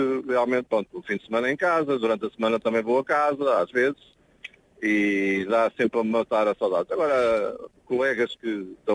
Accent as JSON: {"language": "Portuguese", "town": "Rabaçal", "region": "Guarda", "country": "Portugal", "tie": "born or raised there", "moved": "yes", "lives_now": "Lisbon, Portugal", "said": "a minha aldeia é do Rabassal, desde já mando para lá um abraço, aconselho de Meda e distrito da Guarda, mas já estou há 30 e não sei muitos, em Lisboa, moro ali ao pé de Sintra"}